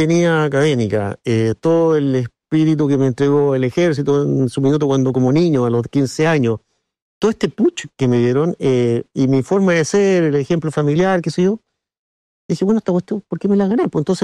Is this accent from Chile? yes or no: yes; Chile; pero soy chileno. Después, soy miembro de la Junta, pero primero soy chileno.